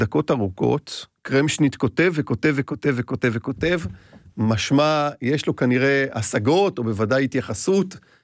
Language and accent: Hebrew; Tel Aviv, Tel Aviv District, Israel; כשהייתי נער ועבדתי בקונדיטוריה, מול הבית שלי בפלורנטין